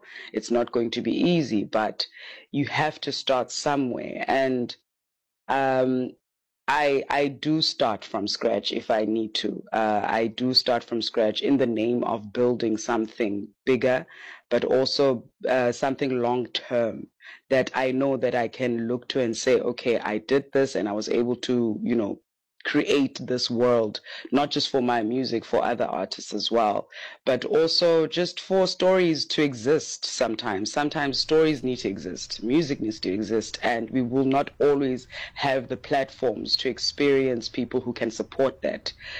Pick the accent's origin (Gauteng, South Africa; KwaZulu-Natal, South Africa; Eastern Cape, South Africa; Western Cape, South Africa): Eastern Cape, South Africa; King William's Town; the community that I was raised in King Williamstown.